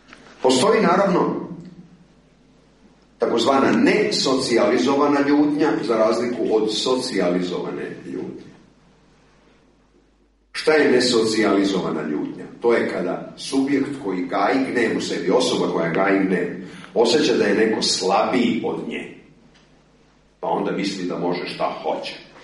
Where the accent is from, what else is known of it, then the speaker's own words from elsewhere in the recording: Vojvodina, Serbia; Što kažu kod nas u Vojvodini, ja drumom, on šorom.